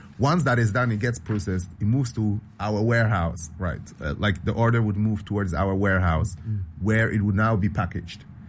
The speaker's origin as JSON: {"language": "English", "country": "Ghana", "said": "Firstly, for myself, I'm Ghanaian, and I want to drive modern 21st century technologies in Ghana, right?"}